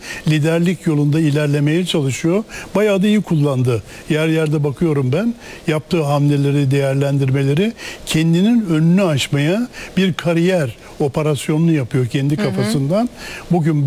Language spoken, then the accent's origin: Turkish; Manisa, Turkey; Daha önce de ben de Manisalıyım, kendisini yakından tanıyorum, ailesini de biliyorum.